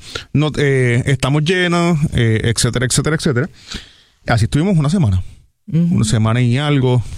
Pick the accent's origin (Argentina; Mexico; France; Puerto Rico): Puerto Rico; Barranquitas; moved away as an adult; now in Gurabo, Puerto Rico; Nosotros vivimos en Gurabo. Yo soy natural de Barranquita, pero llevo unos años viviendo en Gurabo.